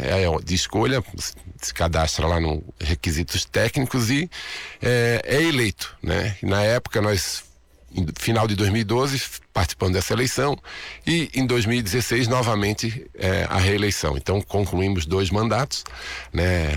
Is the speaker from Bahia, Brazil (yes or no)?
no; Florianópolis, Santa Catarina, Brazil; sou natural de Florianópolis, né? Atuo em Joinville